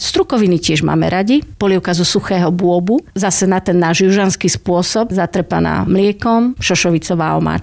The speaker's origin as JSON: {"language": "Slovak", "country": "Slovakia", "said": "keďže ja pochádzam z juhu stredného Slovenska"}